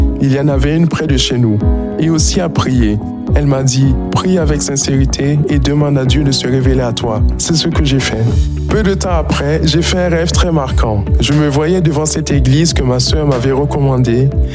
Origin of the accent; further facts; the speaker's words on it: Guinea; born there; j'ai 21 ans et j'aimerais te raconter mon histoire. Je suis né en Guinée dans une famille aimante avec un grand frère et une grande sœur. Comme la grande majorité des Guinéens, nous étions musulmans.